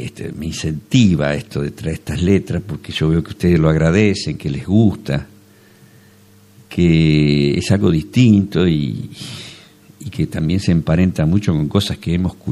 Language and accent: Spanish; Argentina; lo que somos los argentinos